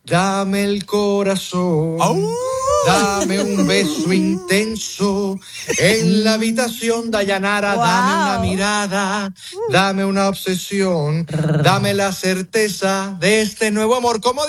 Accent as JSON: {"language": "Spanish", "country": "Venezuela", "said": "demuestra de qué estamos hechos, no solo los venezolanos"}